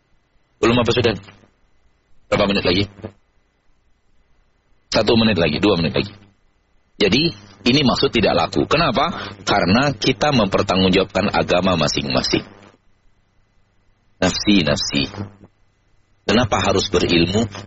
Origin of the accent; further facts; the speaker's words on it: Padang, West Sumatra, Indonesia; bahasa kami orang Padang, orang Sumatera.